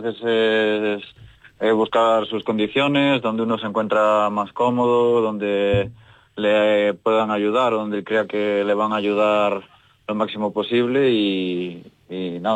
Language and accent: Spanish; Pontevedra, Galicia, Spain; Sí, yo soy de Pontevedra.